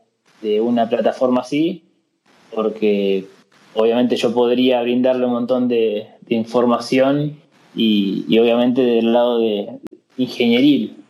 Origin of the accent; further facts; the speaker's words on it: Balcarce, Buenos Aires Province, Argentina; moved away as an adult; now in Tandil, Argentina; soy de Balcarce y vivo en Tandil y quedan a 107 kilómetros de distancia.